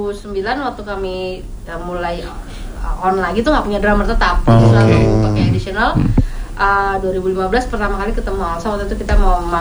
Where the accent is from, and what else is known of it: Jakarta, Indonesia; born or raised there